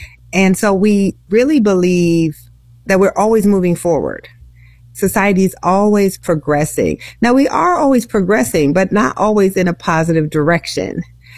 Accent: Iowa, United States; My home state of Iowa

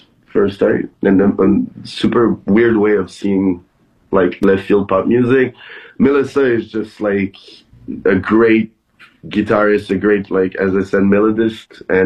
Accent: Canada; We're Canadian.

